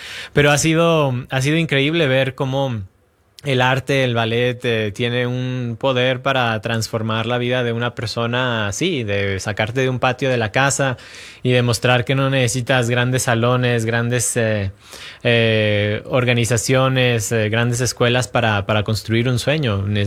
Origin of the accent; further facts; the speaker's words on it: Mexico; moved away; como mexicano desde niño, cuando empecé a viajar, empecé a hacer competencias